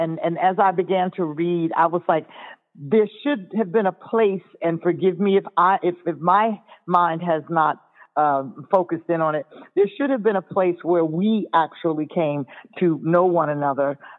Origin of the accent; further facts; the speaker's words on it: New York City, New York, United States; also born or lived in the Bronx; You know, I'm a Harlem girl, and we went to school in the Bronx and lived for quite a while in the Bronx, and many of the boroughs. But you know, that's what happens when you're a native New Yorker.